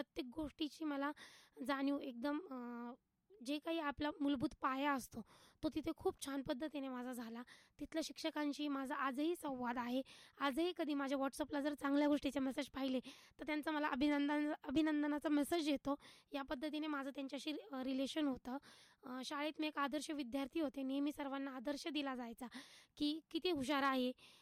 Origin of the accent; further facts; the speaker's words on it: Ahmednagar, Maharashtra, India; also born or lived in Malegaon; मी मूळची अहिल्यानगरचीच आहे, माझं बालपण इथलंच आहे. माझा जन्म हा मालेगावमध्ये झाला, पण वडील प्रॉपरचे इथलेच असल्यामुळं अहिल्यानगरमध्येच माझं बालपण लहानची मोठी मी इथेच झाली आहे.